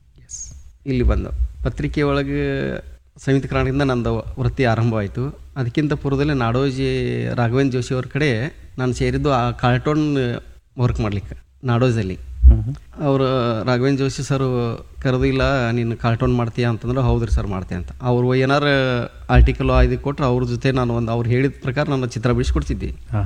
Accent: Karnataka, India; ನಮ್ಮ ಸವದತ್ತಿ ತಾಲೂಕು ನಮ್ಮ ಹಳ್ಳಿಯಿಂದ

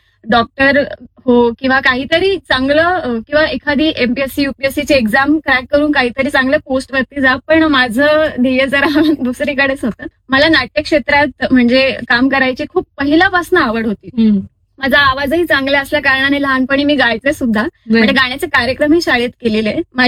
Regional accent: Nashik, Maharashtra, India; also born or lived in Lasalgaon; So माझा जन्म नाशिकचाच, म्हणजे लासलगावचा जन्म आहे, पण मी लहानपणापासून नाशिकमध्येच आहे. आणि माझं शिक्षण हे मराठा हायस्कूलमध्ये झालं.

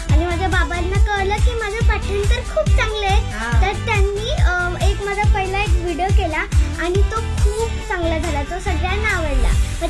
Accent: Aravali, Maharashtra, India; now in Mumbai, India; माझं गाव कोकण आहे, त्याच्यामध्ये मी आरवली मध्ये राहते, आरवली रोड असं नाव आहे माझ्या गाव.

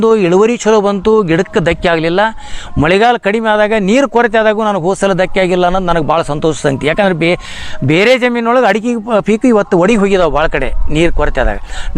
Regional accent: Karnataka, India; ನಮ್ಮೂರು ಚಿಕ್ಕಮಸಿ ಹೊಸೂರು ಅಂತೇಳಿ

